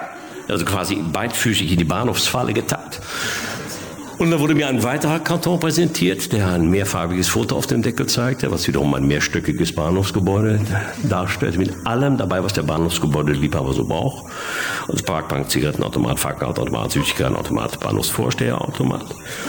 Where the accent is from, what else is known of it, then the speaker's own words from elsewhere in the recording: Bochum, North Rhine-Westphalia, Germany; Ich komme ja aus Bochum und Bochum ist im Prinzip nichts anderes als Toys R Us mit Rand.